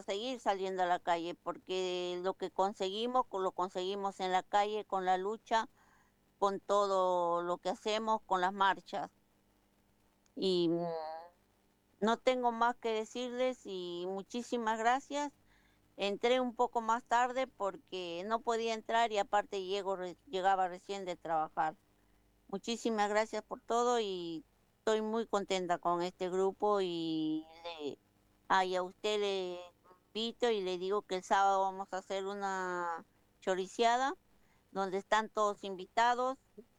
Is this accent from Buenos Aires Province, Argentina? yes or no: yes; José León Suárez, Buenos Aires Province, Argentina; Bueno, compañera … soy de José León Suárez, del merendero Camino a la Cruz.